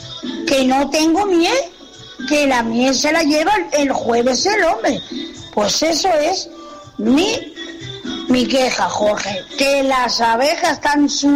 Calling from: Santa Lucía de Tirajana, Canary Islands, Spain; la de Casa Pastores.

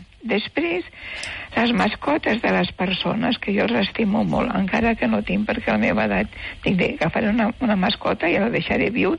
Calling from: Barcelona, Catalonia, Spain; De Vivendes del Congrés

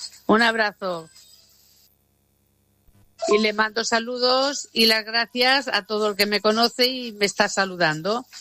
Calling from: Sabadell, Catalonia, Spain; de Sabadell.

